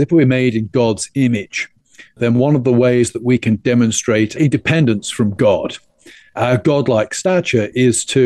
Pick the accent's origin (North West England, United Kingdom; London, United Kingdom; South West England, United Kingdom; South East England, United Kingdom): South West England, United Kingdom; My background is I grew up in England, the West Country of England, over in Gloucestershire.